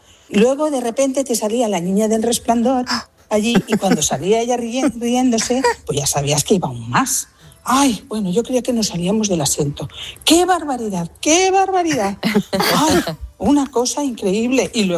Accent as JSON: {"language": "Spanish", "town": "Valencia", "region": "Valencian Community", "country": "Spain", "said": "Buenos días, Cristina. … de Valencia."}